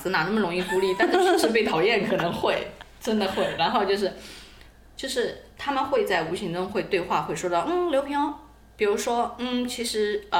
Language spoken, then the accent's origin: Chinese; Jiangsu, China; 然后你知道我是江苏人，